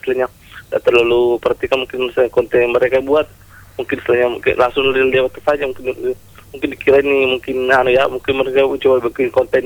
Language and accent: Indonesian; Bone, South Sulawesi, Indonesia; ternyata ini makanan dari daerah aku, ternyata daerah aku tercinta dari Bone, ternyata begitu ya.